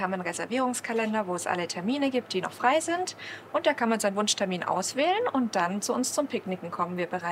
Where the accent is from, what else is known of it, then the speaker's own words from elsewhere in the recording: Stuttgart, Baden-Württemberg, Germany; ich bin selber in Ulbach aufgewachsen